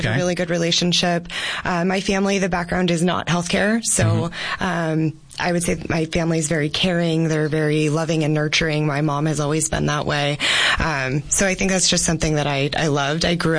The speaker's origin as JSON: {"language": "English", "town": "Yuma", "region": "Arizona", "country": "United States", "tie": "born or raised there", "said": "I am. So born and raised in Yuma."}